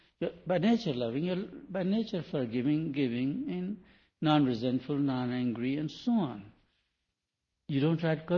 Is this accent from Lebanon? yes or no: no; India; I'm from India